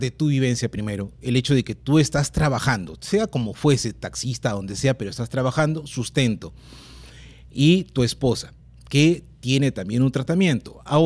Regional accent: Callao, Peru; yo soy chalaco también

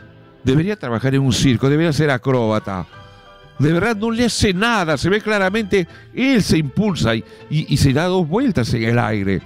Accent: Argentina; Es que somos así los argentinos. Ah. Somos efusivos para felicitar.

